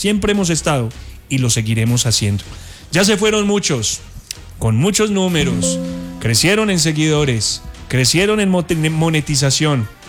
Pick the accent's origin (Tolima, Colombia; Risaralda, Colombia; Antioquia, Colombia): Risaralda, Colombia; Pereira; porque eso es lo que somos los pereiranos. Solidaridad.